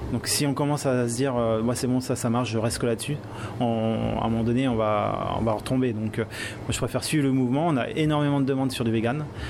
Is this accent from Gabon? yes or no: no; Normandy, France